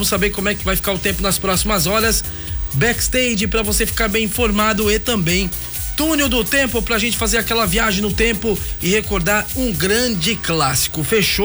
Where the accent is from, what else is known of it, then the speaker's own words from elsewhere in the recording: Blumenau, Santa Catarina, Brazil; moved away as an adult; now in Gaspar, Brazil; Eu que vim de Blumenau, tô morando aqui em Gaspar há um ano e pouquinho, digo pra vocês que tô muito feliz aqui em Gaspar, mas morei minha vida toda em Blumenau